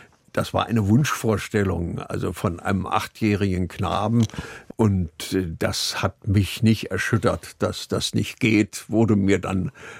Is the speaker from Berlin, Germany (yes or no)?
yes; Berlin, Germany; Das war so eine Siedlung in Berlin-Schlachtensee, die Marinesiedlung. Und da bewohnten wir ein Reihenhaus.